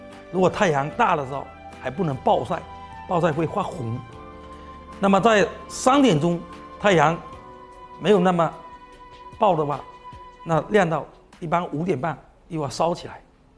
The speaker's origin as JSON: {"language": "Chinese", "town": "Fuding", "region": "Fujian", "country": "China", "tie": "born or raised there", "said": "我以前的身份证是湖顶县白林公社唐岩大队茶园里啊村，我茶园里，所以说我从小是泡在茶的海洋里面长大的"}